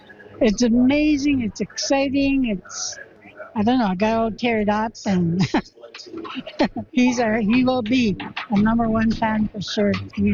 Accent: Dawson, Yukon, Canada; I'm from Dawson.

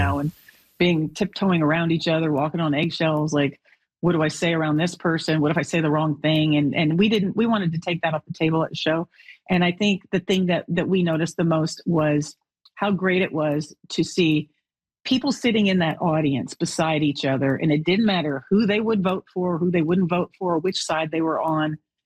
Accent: Alberta, Canada; So it blends growing up in Alberta

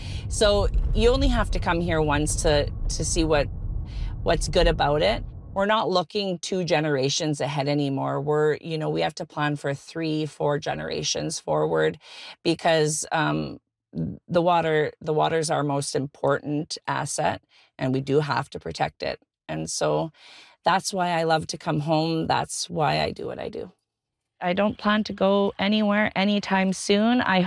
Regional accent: Buffalo Narrows, Saskatchewan, Canada; a proud Métis matriarch. I was born and raised in Buffalo Narrows, spent over half of my life here, I would say by now.

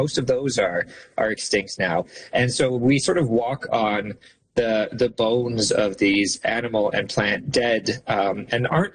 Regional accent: Calgary, Alberta, Canada; born or raised there

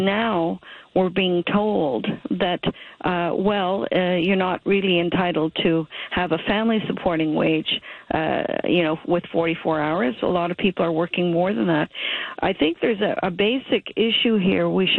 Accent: Ontario, Canada; born there; also born or lived in Toronto; now in Hamilton, Canada; I didn't grow up in Hamilton. I grew up in Northern Ontario.

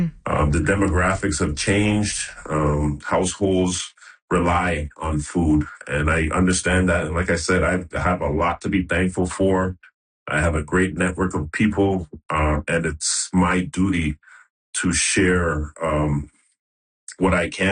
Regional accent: Toronto, Ontario, Canada; for somebody that's born and raised in Toronto

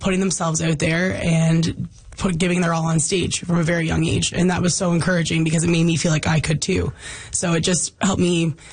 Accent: Wabush, Newfoundland and Labrador, Canada; now in St. John's, Canada; Growing up in Wabash was a wonderful experience, but I definitely, growing up in a small community, did a lot of comparing myself.

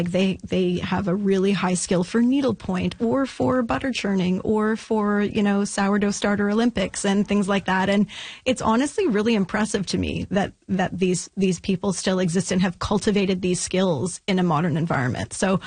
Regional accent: Ottawa, Ontario, Canada; I'm actually from Ottawa originally

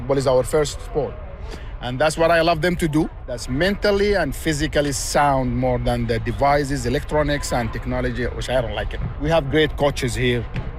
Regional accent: Sudan; I know you're from Ghana, I'm from Sudan, and everybody's happy

